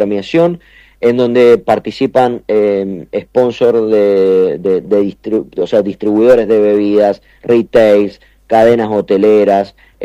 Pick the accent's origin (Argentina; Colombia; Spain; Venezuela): Argentina; Mendoza; nos sentimos y somos muy mendocinos y queremos mucho a nuestra provincia.